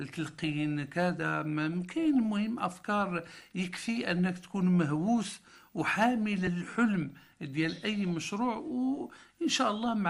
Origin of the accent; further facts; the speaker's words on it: Morocco; في بلادنا المغرب وأكثر في جهتنا